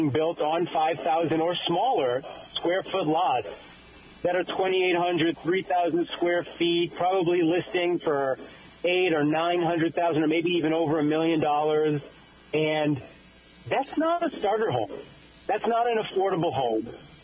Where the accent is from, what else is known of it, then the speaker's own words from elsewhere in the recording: Fall River, Massachusetts, United States; I grew up in Fall River, so I know Bristol County very well.